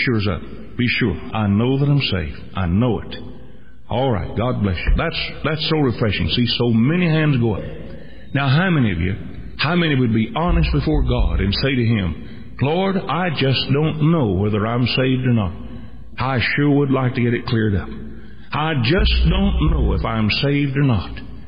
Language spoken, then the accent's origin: English; United States; just as much as I know I'm an American